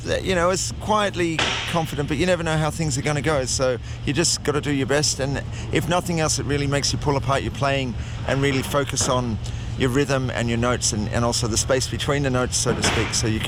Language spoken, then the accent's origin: English; Sydney, New South Wales, Australia; born there; Yeah, that's right. I was born in Sydney, yep.